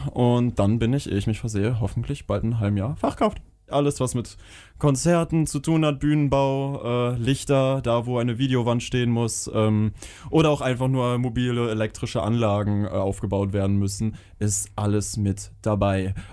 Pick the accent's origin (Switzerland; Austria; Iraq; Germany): Germany; Rothenburg; now in Hannover, Germany; Richtig, ich bin in Hannover, weil ich dort ich bin für meine Ausbildung nach Hannover gezogen. Ich komme ja ursprünglich aus Rothenburg, wie ich auch heute Morgen hier noch war und ja, angereist bin, weil meine Familie da wohnt.